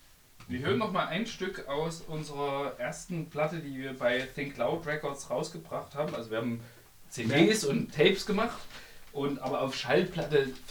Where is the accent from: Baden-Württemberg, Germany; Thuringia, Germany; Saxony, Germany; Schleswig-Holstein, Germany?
Saxony, Germany; Syrau; der war eigentlich aus meinem Heimatdorf, aus Syrau. Das sind 1500 Einwohner dort im Vogtland.